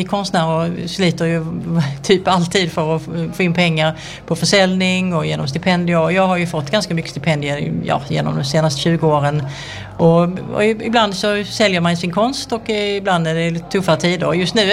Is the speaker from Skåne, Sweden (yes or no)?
yes; Hässleholm, Skåne, Sweden; now in Stockholm, Sweden; som sagt och är konstnär och bor i Stockholm men är född och uppväxt i Hässleholm.